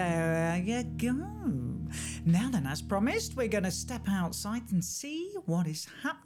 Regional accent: Windsor, South East England, United Kingdom; moved away; My hometown of Windsor, very posh, you know.

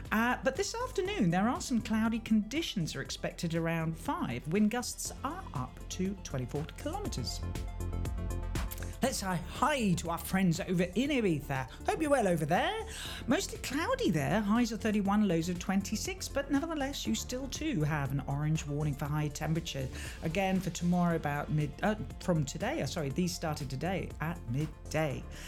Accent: Windsor, South East England, United Kingdom; moved away; I thought I'd go to my hometown. I'm quite posh, you see. I'm from Windsor.

